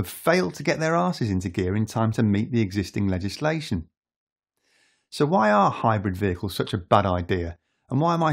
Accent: United Kingdom; And I'm British, you know.

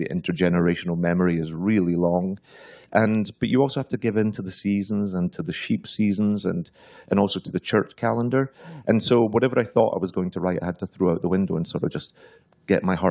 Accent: New York, United States; And I would say, being a New Yorker, will you phone ahead or will you send an email?

